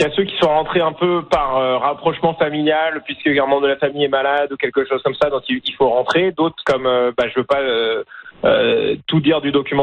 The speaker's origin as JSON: {"language": "French", "country": "France", "tie": "born or raised there", "moved": "as an adult", "lives_now": "Sunshine Coast, Canada", "said": "Comme vous pouvez l'entendre, j'ai un accent un peu différent de l'accent franco-canadien habituel. Je suis originaire de France, mais je vis au Canada depuis une vingtaine d'années. Et donc, ça fait bien longtemps que je suis canadien et je me sens à la maison au Canada."}